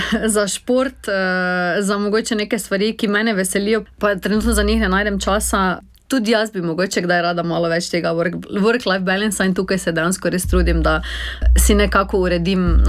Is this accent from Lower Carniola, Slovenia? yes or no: no; Maribor, Drava, Slovenia; Jaz sem sama Mariborčanka, živim v centru mesta